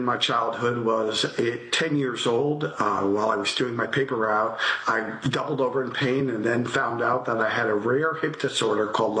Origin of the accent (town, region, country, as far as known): Old Bridge, New Jersey, United States